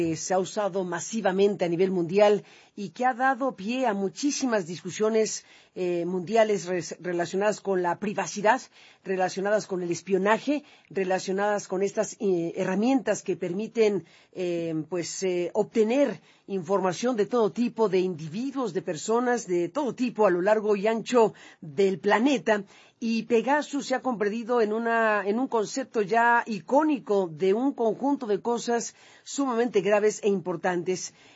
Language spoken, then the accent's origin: Spanish; Mexico